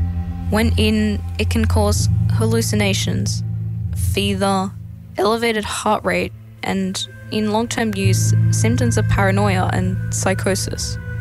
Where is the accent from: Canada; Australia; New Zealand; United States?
Australia; Tasmania; I grew up in Lichiwida, Tasmania, where storytelling has existed long before colonisation and continues today through the indigenous Palawa people.